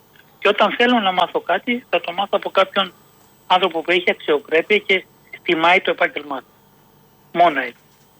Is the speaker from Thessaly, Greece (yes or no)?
no; Kallithea, Attica, Greece; moved away as an adult; also born or lived in Egaleo / Nea Smyrni / Ilion; now in Mandra, Greece; Εκεί πέρασα τα παιδικά μου χρόνια. 2 ετών έφυγα από το Εγάλεο. Έζησα στην Καλλιθέα μέχρι και τα. Έζησα συνολικά 33 χρόνια.